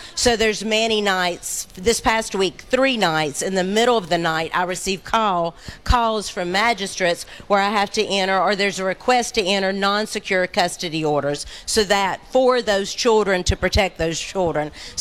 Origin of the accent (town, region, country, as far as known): Dobson, North Carolina, United States; born or raised there